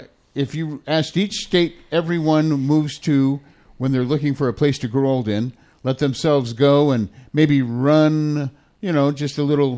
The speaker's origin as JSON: {"language": "English", "region": "Nebraska", "country": "United States", "tie": "born or raised there", "moved": "yes", "lives_now": "Colorado, United States", "said": "My home state of Nebraska."}